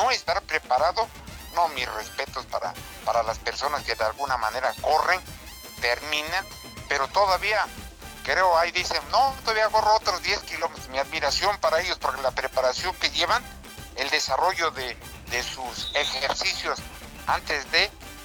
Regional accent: Tlaxiaco, Oaxaca, Mexico; moved away; muchos tlaxiaqueños estaremos presentes allá aplaudiéndoles, y cómo no, diciendo, soy de Tlaxiaco, que es lo más importante para todos los que salimos de nuestra tierra y que radicamos ya en otro lugar, Héctor.

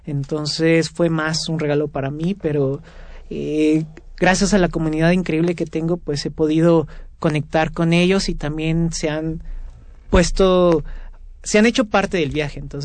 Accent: Puebla, Mexico; allá en Puebla, de donde soy

